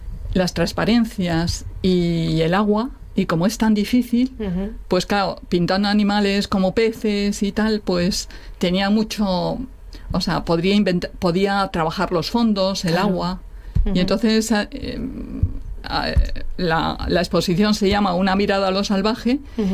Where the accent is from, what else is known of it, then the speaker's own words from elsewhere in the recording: Madrid, Community of Madrid, Spain; now in Asturias, Spain; Y cuando vine para aquí, para Asturias, porque yo soy de Madrid